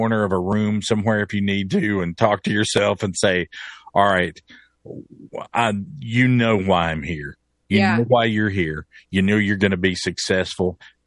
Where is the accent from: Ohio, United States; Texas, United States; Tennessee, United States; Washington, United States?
Tennessee, United States; Bristol; Yeah, well, I grew up in Bristol, Tennessee.